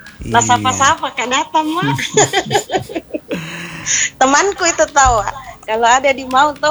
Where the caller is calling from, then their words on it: South Sulawesi, Indonesia; Apalagi kalau kita Bugis Makassar.